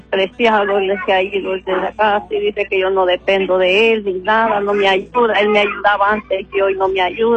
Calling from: Siguatepeque, Comayagua, Honduras; De Siguatepeque.

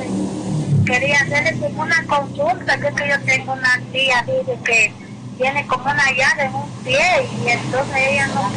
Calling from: Guaymaca, Francisco Morazán, Honduras; De aquí, de una aldea de Guaymaca.

